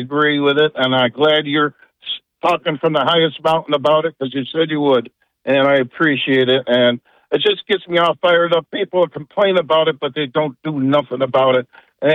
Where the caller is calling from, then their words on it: Binghamton, New York, United States; I'm from Binghamton.